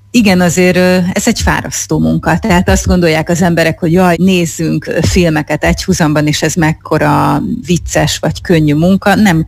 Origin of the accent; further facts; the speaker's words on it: Hungary; mint én magyarként